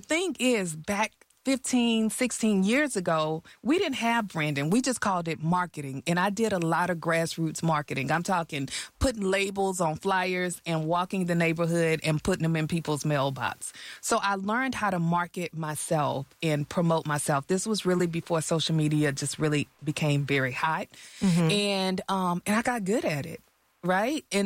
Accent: Texas, United States; I was that homegirl from Harm Clark, Texas, where I grew up.

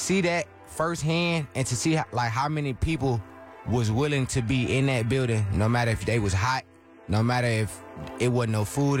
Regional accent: Houston, Texas, United States; I'm from Houston.

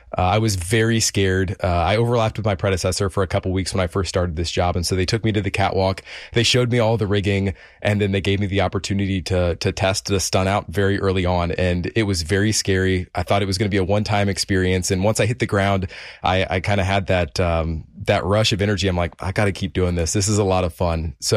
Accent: Kansas City, Missouri, United States; now in Houston, United States; I'm born and raised in Kansas City

